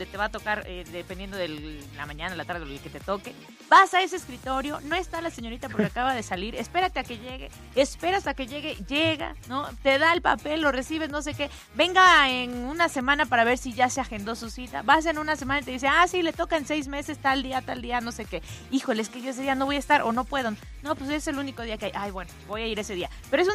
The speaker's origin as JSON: {"language": "Spanish", "country": "Mexico", "said": "como mexicanos nos hemos acostumbrado a que pasen ese tipo de cosas"}